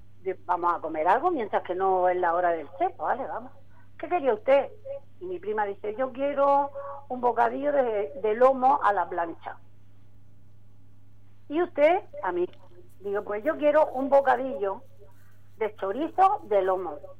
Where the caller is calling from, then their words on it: Region of Murcia, Spain; los murcianos somos únicos.